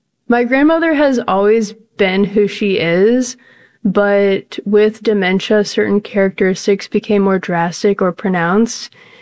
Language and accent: English; St. Louis, Missouri, United States; I'm from St. Louis, Missouri.